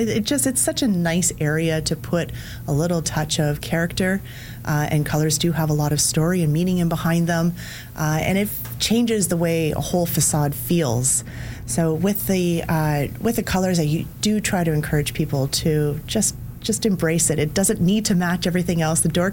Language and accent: English; Ontario, Canada; moved away; I came from Ontario, where it's a lot of beige and tan and taupe and black, and it's and color is almost mocked, especially in a suburban or a city setting.